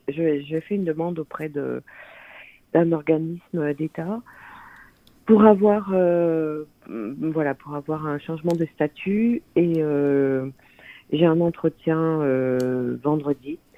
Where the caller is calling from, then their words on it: Bordeaux, Nouvelle-Aquitaine, France; De Bordeaux.